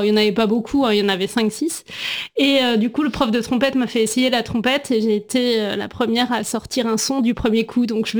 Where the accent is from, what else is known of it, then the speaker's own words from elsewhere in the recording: Nantes, Pays de la Loire, France; j'ai grandi dans ce quartier-là dans lequel mes parents étaient arrivés quelques années avant ma naissance. Et puis en fait, je suis toujours restée à Nantes